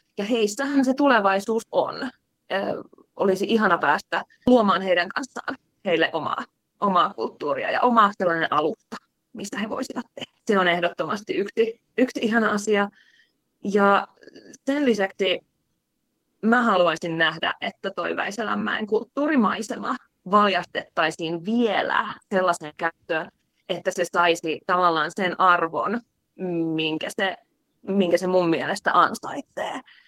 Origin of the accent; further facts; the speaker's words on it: Lapinlahti, North Savo, Finland